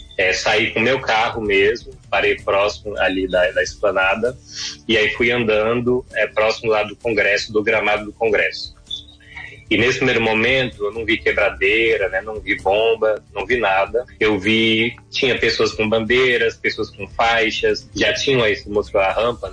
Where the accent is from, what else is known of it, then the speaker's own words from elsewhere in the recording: Brasília, Federal District, Brazil; Sim, então eu sou de Brasília mesmo, né?